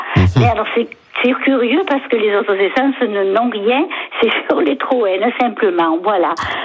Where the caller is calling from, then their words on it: Avignon, Provence-Alpes-Côte d'Azur, France; j'habite à Avignon